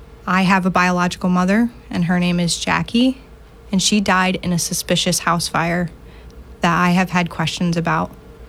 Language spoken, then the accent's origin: English; Bainbridge, United States; I'm from the Bainbridge area, and my community has stood up with me They have seen me grow up in this area